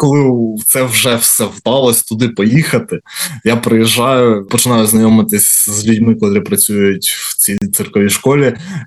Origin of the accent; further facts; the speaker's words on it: Kharkiv, Kharkiv Oblast, Ukraine; Ось я з Харкова, у нас є циркова студія